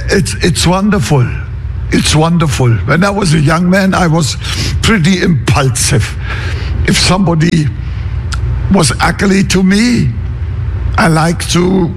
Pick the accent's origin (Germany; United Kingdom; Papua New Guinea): Germany; eastern Germany; now in United States; We lived outside, out there in in the eastern part of Germany. That is where I come from originally. I'm now an American.